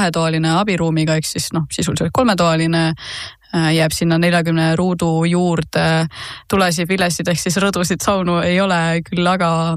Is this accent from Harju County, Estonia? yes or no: yes; Tallinn, Harju County, Estonia; also born or lived in Tartu; kui ma ise tagasi Tallinnasse kolisin Tartust ülikoolist tulles, siis ma alguses elasin esimesed mingid kuud vanematega